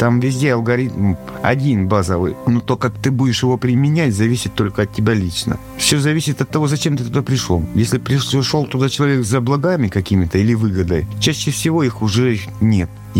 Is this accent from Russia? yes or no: yes; Belgorod Oblast, Russia; Я сам коренной житель Белгородской области, я люблю нашу землю, нашу природу, наших людей.